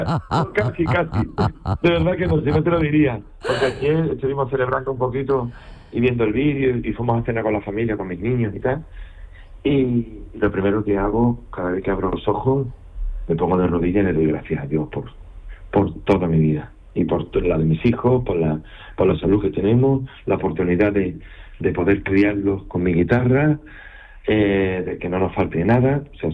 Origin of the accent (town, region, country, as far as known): Spain